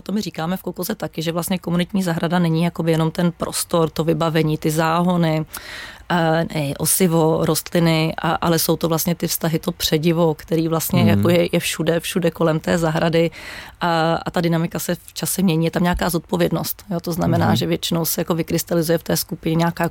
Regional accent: Prague, Czechia; Protože jsem holka z Jižáku a strávila jsem na jižním městě vlastně celé svoje mládí

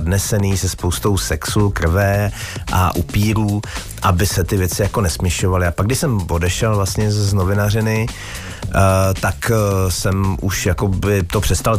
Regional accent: Sudetenland, Czechia; jsem ze Sudet, jsem Sudeťák, prostě jsem z té oblasti

